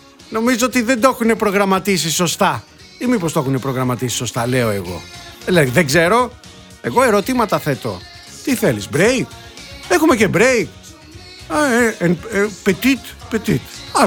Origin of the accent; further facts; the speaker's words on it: Peloponnese, Greece; άλλοι τόσοι χρειαζόμαστε για να φτάσουμε από τη Σπάρτη στα μέρη μας. Στους Μολάους, στη Μονεβασιά